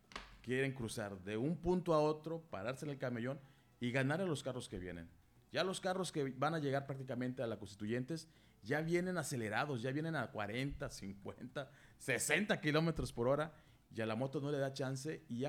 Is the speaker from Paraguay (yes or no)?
no; Chetumal, Quintana Roo, Mexico; born there; yo soy de Quintana Roo, soy de Chetumal, Quintana Roo, aquí nací.